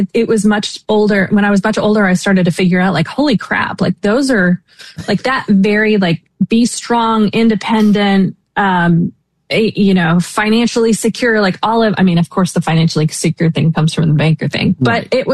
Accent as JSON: {"language": "English", "region": "Oklahoma", "country": "United States", "said": "I think he knows that I'm from Oklahoma because he keeps seeing each other on planes all the time."}